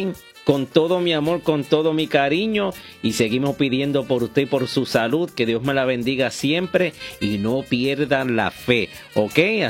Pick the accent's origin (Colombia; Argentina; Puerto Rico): Puerto Rico; Aguada; de mi pueblo de Aguada